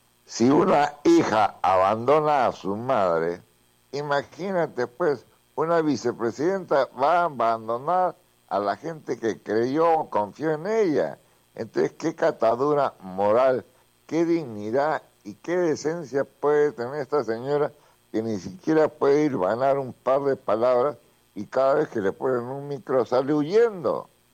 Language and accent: Spanish; Peru; como peruanos de bien.